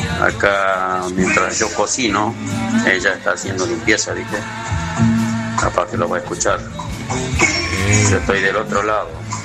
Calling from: Las Heras, Argentina; Soy de Las Heras

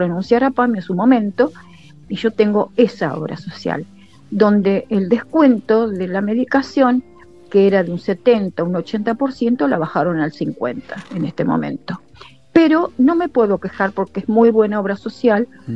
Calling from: Mar del Plata, Buenos Aires Province, Argentina; de Mar del Plata.

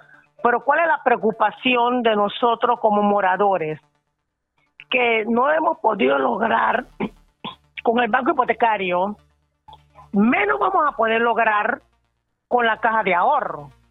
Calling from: Colón, Panama; este problema que tenemos aquí en Puerto Escondido.

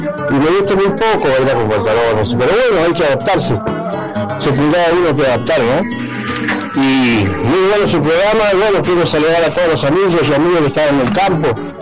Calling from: Sierra Colorada, Río Negro, Argentina; de los Pagos de Sierra Colorada

